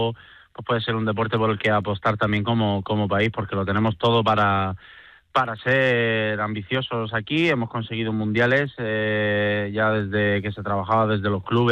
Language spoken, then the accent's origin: Spanish; Torrevieja, Valencian Community, Spain; yo empecé a remar en mi ciudad natal, en Torrevieja.